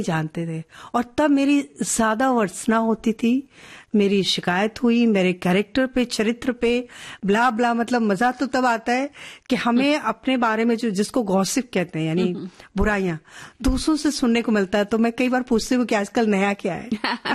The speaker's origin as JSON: {"language": "Hindi", "region": "Bihar", "country": "India", "said": "मैं एक बहुत ही रूढ़ीवादी ब्राह्मण फैमिली की लड़की हूं और बिहार बहुत दूर है, गया, नवादा, नालंदा, राजगीर, मैं वहां से हूं।"}